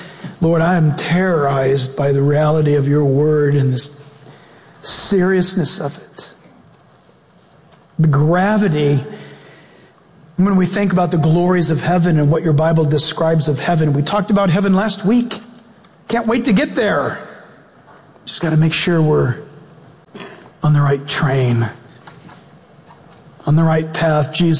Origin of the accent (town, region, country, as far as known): United States; born there